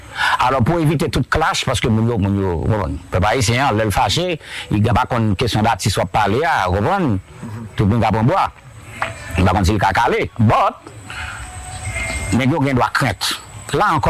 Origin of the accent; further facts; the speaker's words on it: Haiti; Parce que nous sommes tous des Haïtiens.